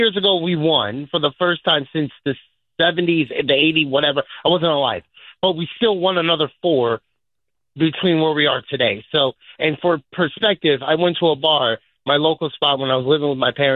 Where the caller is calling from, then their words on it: New York City, New York, United States; I'm from Queens.